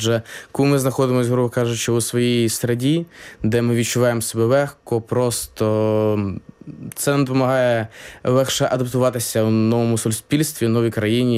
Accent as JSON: {"language": "Ukrainian", "region": "Kyiv", "country": "Ukraine", "moved": "yes", "lives_now": "Warsaw, Poland", "said": "Я сам з Києва, вже десь, ну, з початку повномасштабної війни я переїхав до Польщі. І вже десь приблизно 4 роки знаходжусь в Польщі та розвиваюся у Варшаві"}